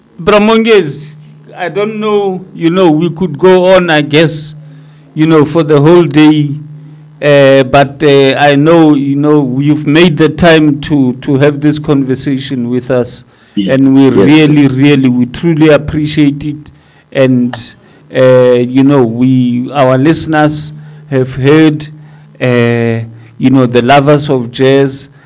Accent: South Africa; I'm investing in my heritage as a South African.

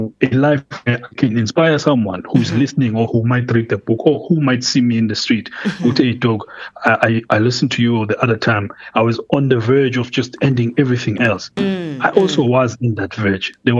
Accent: South Africa; I'm South African. I'm South African. Born here, raised there, tried that, been there.

